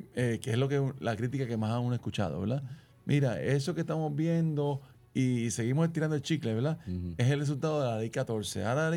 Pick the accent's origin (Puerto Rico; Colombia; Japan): Puerto Rico; Caguas; Yo me crié en un barrio en Cagua donde la entrada del barrio mío era un templo espiritista.